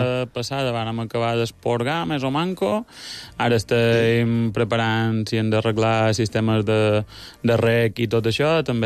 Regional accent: Santa Maria del Camí, Balearic Islands, Spain; Nosaltres som de Santa Maria.

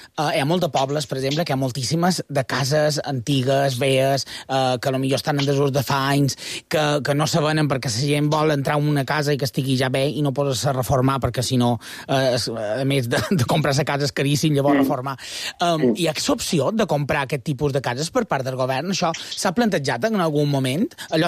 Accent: Consell, Balearic Islands, Spain; Jo, per exemple, som de Consell

